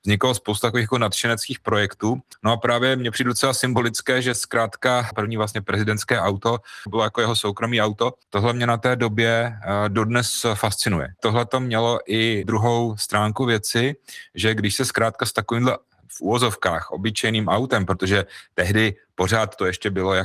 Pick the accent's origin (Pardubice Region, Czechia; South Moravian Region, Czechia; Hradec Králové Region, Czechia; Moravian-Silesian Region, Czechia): Hradec Králové Region, Czechia; Trutnov; narodil jsem se v Trutnově, kde tedy je to pár kilometrů od Hrádečku